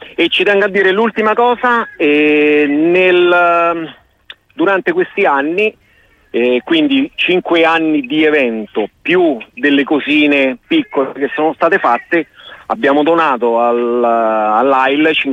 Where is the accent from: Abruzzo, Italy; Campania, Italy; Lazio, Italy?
Lazio, Italy; Genazzano; sono legato al mio paesino, quindi non lo voglio lasciare